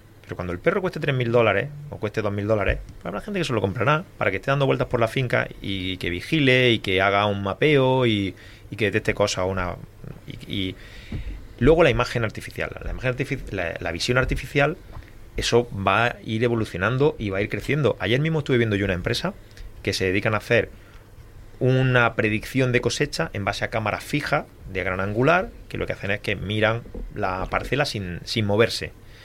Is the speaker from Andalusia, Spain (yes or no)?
yes; Adra, Andalusia, Spain; Yo soy de Adra. En Adra no se veía un arándano ni por la tele.